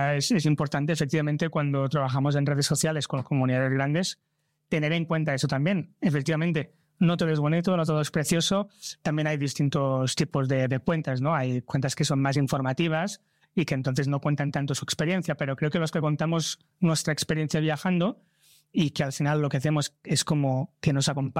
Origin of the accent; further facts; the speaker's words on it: Barcelona, Catalonia, Spain; yo vengo de Barcelona